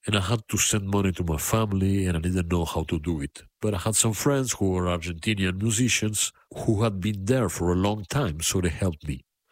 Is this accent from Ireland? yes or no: no; Uruguay; English is a second language; So they treated me badly until I told them I was South American, that I came from Uruguay.